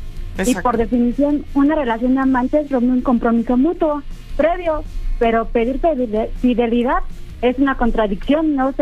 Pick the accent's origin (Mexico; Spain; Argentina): Mexico; Iztapalapa, Mexico City; Soy de Iztapalapa.